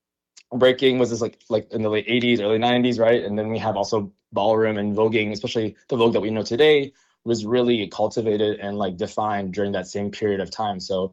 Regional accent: Philippines; So I got into breaking, of course, because I'm Filipino and that's what you do as a young Filipino boy, you go break dancing.

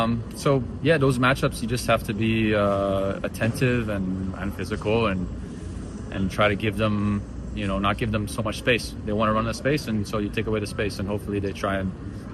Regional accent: Belgium; moved away as an adult; now in Canada; I grew up in Belgium, and it was a very, very competitive environment. And so I never had my opportunity there. And then I came to Canada

